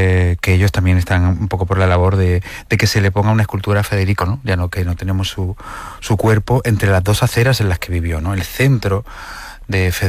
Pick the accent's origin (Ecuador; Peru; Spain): Spain; Con todo esto me siento español y me siento grande y diverso